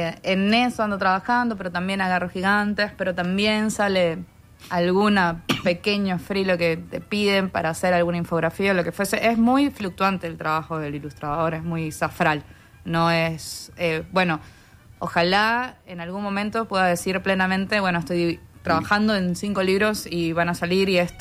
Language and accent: Spanish; Caracas, Capital District, Venezuela; moved away as an adult; now in Uruguay